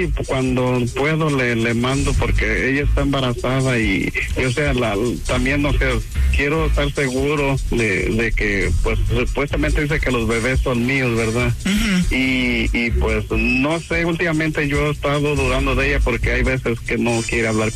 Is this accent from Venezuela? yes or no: no; Guadalajara, Jalisco, Mexico; No, yo soy de Guadalajara.